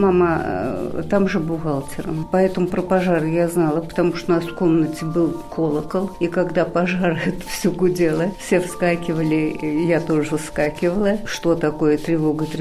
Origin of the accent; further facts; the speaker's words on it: Balakovo, Saratov Oblast, Russia; moved away as an adult; now in Oryol Oblast, Russia; Детство прошло у меня на Волге, город Балаково, Саратовская область.